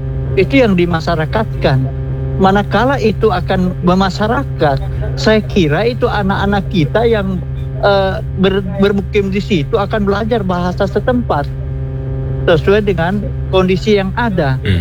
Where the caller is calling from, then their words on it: Central Sulawesi, Indonesia; first language Kaili; Indonesian is a second language; saya orang Kaili. Jadi bahasanya bahasa Kaili.